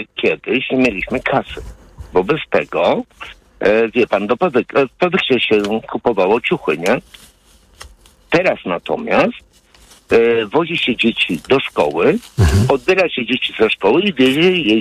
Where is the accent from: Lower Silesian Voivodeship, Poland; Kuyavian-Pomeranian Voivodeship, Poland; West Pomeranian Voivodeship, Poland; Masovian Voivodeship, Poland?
Masovian Voivodeship, Poland; Warsaw; now in Poznań, Poland; jako dzieci z blokowisk, jestem z Warszawy, z blokowisk